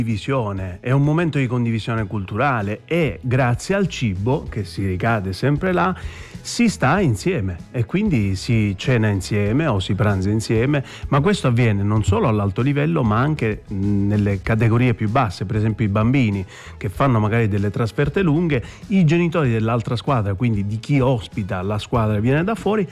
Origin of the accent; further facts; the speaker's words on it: Sicily, Italy; Io sono siciliano, quindi in Sicilia il cibo è, come dire, qualcosa di importante, qualcosa di serio.